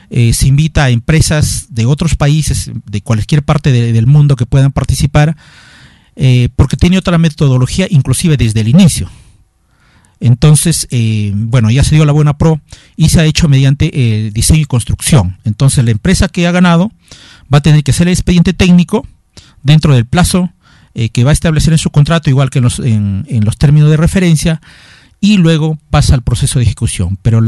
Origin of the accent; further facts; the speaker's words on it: Usquil, La Libertad, Peru; born there; moved away; yo trabajo actualmente para Abaypampa, pero mi tierra es Usquil